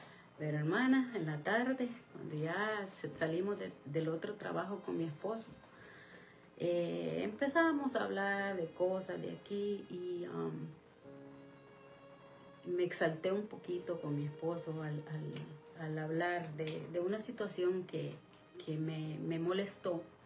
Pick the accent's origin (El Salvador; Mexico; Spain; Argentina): El Salvador; Para los que no saben, soy salvadoreña